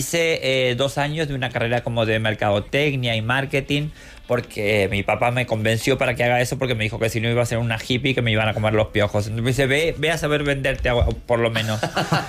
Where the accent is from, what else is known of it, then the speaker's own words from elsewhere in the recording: Rosario, Santa Fe, Argentina; now in Spain; Estudié en la Universidad Pública. Toma en la ya, Universidad Pública Argentina, en Rosario, en mi tierra natal.